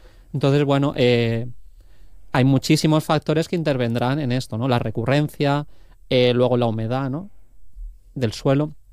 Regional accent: Valencian Community, Spain; Yo soy valenciano y una de esas cosas que suele decir es que allí no sabe llover.

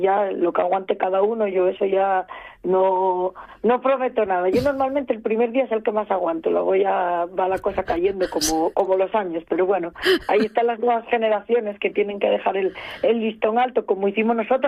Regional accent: Asturias, Spain; de los que somos del Occidente, que le tenemos gran cariño, sobre todo por el cariño que tenemos a Luis Feito, que formó a generaciones y a generaciones en la gaita y el tambor en el Occidente de Asturias, ¿no?

